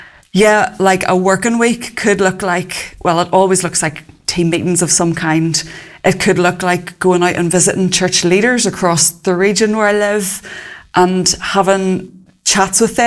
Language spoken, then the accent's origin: English; Northern Ireland, United Kingdom; moved away as an adult; now in North East England, United Kingdom; I am from Northern Ireland, but I've lived in the northeast of England for 11 years now.